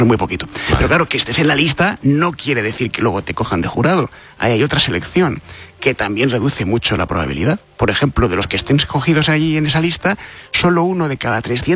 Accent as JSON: {"language": "Spanish", "region": "Community of Madrid", "country": "Spain", "said": "yo como madrileño tengo un 0,001"}